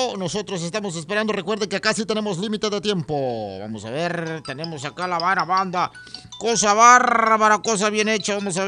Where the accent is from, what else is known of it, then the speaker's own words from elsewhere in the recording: Mexico; soy mexicano